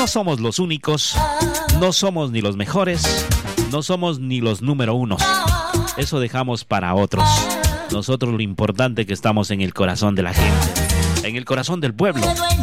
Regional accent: Ecuador; somos de cuatro sitios, ¿no? De la costa, Cielo Oriente y la región insular de Galápagos

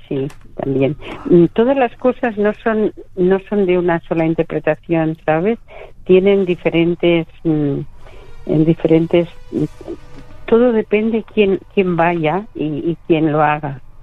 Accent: Toledo, Castilla-La Mancha, Spain; cuando le digo que soy de Toledo

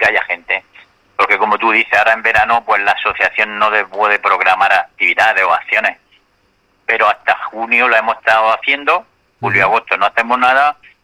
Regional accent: Águilas, Region of Murcia, Spain; born there

